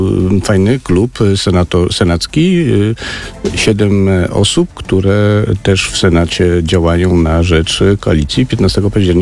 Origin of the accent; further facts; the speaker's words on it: Świętokrzyskie Voivodeship, Poland; Ja jestem ze Świętokrzyskiego